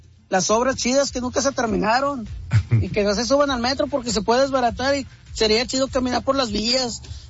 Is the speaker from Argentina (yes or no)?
no; northern Mexico, Mexico; accent: norteño; aparte de hablar como bien norteño, viene acá del rancho.